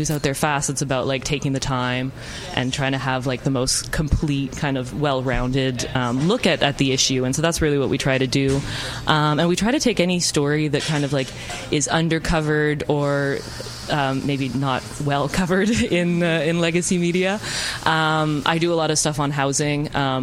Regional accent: Canada; I think as a Canadian, you look at places like More Perfect Union or like Novara Media

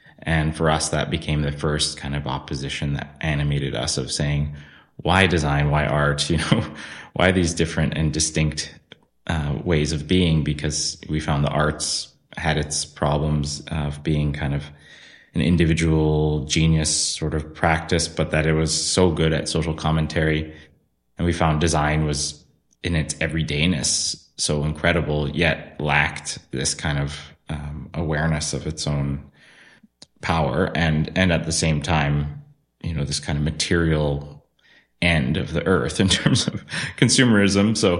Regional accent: Winnipeg, Manitoba, Canada; moved away as an adult; also born or lived in Calgary; now in Vancouver, Canada; I was born in Calgary and then ended up in Winnipeg, where I would consider my formative years. Winnipeg is, my dad worked for the railway, so we ended up over there. And I think I'm a Winnipegger.

